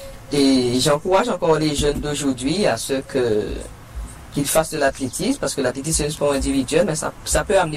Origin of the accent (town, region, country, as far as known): Guadeloupe; born there